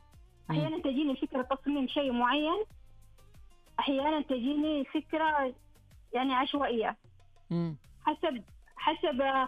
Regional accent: Jazan Province, Saudi Arabia; أنا كنت من جازان، أنا جازانية.

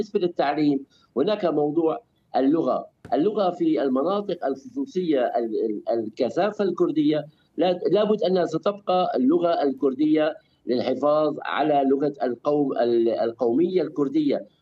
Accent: Syria; وانا قلت في اكثر من حلقه سابقه بانني انا مواطن كردي سوري، أنا أستظل بالدولة السورية،

